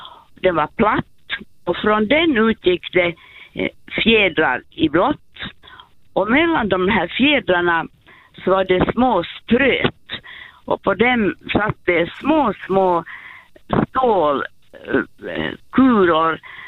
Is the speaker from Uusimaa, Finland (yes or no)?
yes; Helsinki, Uusimaa, Finland; i Helsingfors där jag växte upp.